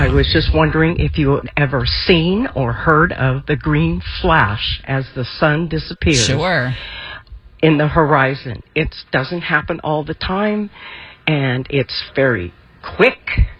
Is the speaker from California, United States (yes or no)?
yes; San Luis Obispo, California, United States; I was born and raised in San Luis Obispo and have been watching the sunsets at the ocean all my life.